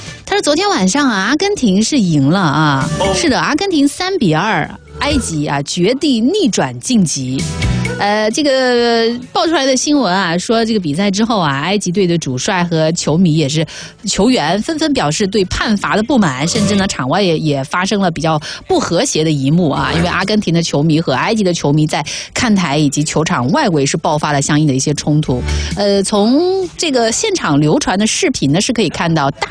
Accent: China; 我们是中国人

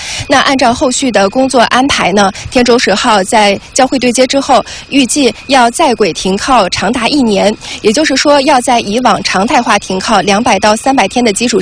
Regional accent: China

